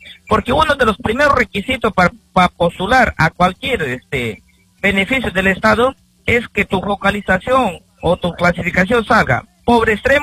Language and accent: Spanish; Loreto, Peru; now in Iquitos, Peru; Nosotros venimos de Río Napo acá a Iquitos.